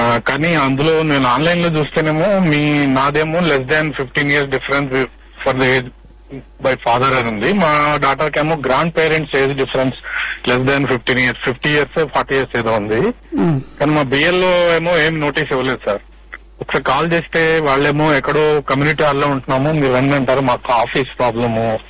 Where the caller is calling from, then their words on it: Hyderabad, Telangana, India; Madam నేను హైదరాబాద్ మదీనాబాద్ నుంచి మాట్లాడుతున్నాను మేడం.